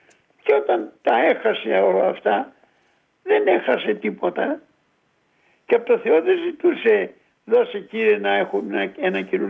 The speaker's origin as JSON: {"language": "Greek", "region": "Thessaly", "country": "Greece", "said": "εγώ που είμαι Θεσσαλός"}